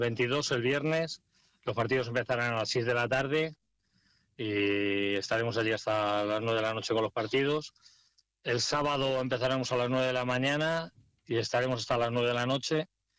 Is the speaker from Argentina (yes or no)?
no; Salamanca, Castile and León, Spain; porque somos de Salamanca, pues hay muchas familias en Salamanca que nos decían que por qué no invitábamos a su equipo